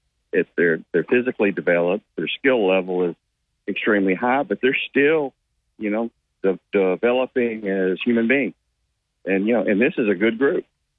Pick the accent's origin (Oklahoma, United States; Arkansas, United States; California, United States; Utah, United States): Arkansas, United States; Monticello; I'm from Monticello High School